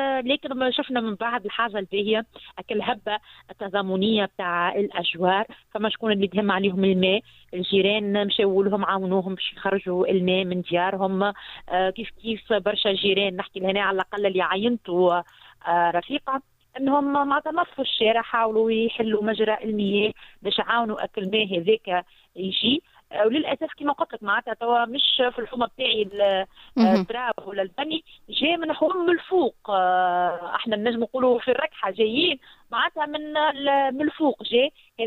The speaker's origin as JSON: {"language": "Arabic", "country": "Tunisia"}